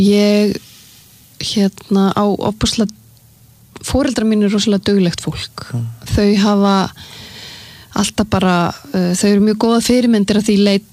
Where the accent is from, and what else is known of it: Sweden; born or raised there